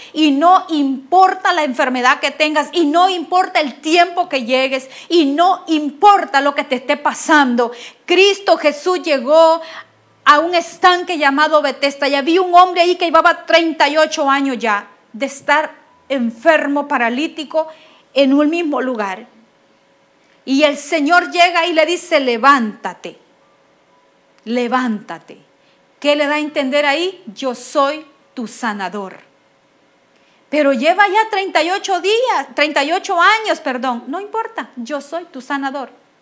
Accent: El Salvador; si yo tuviera que hablarlo en buen salvadoreño

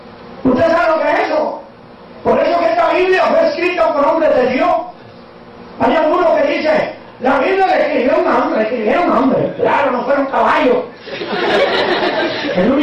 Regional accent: Italy

